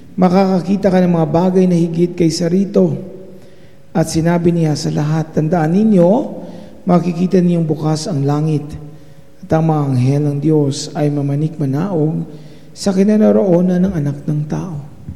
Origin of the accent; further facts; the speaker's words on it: San Miguel, Central Luzon, Philippines; born there; Ako po ay ipinanganak sa San Miguel Bulacan, ang lugar po ng aking ama